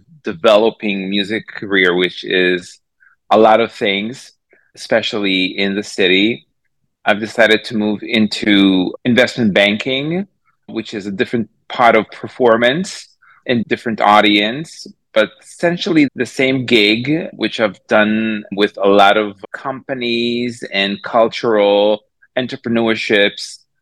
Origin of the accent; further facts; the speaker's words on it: Israel; also born or lived in New York; now in Tel Aviv, Israel; Basically, I was born here in Israel 44 years ago. I basically lived here until I was 21. After the military service, I basically moved to New York